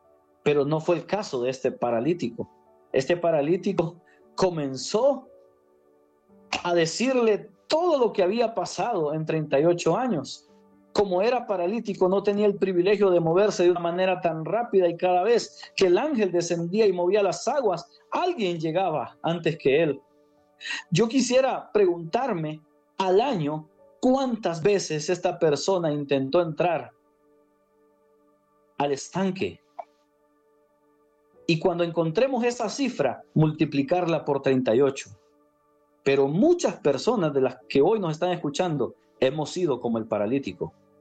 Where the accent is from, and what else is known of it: Honduras